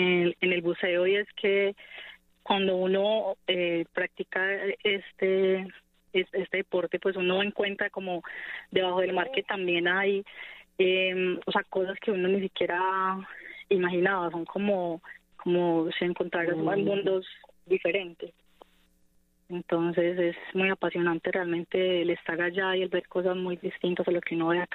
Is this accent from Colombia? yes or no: yes; Medellín, Antioquia, Colombia; Yo soy de Medellín.